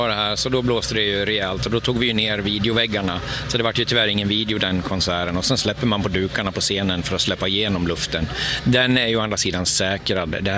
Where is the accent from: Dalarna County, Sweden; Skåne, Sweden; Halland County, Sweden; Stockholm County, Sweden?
Dalarna County, Sweden; jag är från Dalarna.